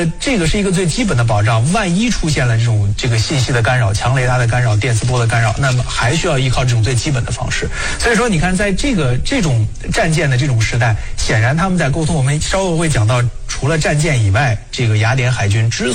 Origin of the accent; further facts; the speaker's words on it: China; 东方，就是我们中国人坐这个船，我们印象很深，就是全部是大帆，